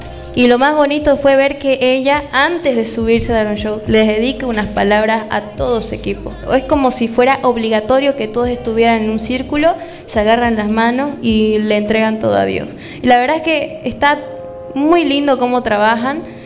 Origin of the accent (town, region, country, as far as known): Bolivia